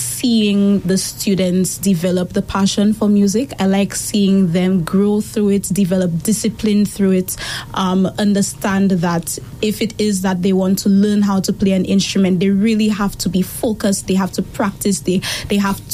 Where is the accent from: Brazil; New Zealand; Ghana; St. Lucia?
St. Lucia; So when people ask me where I'm from, I like to say I'm from St. Lucia. I live in the south of the island.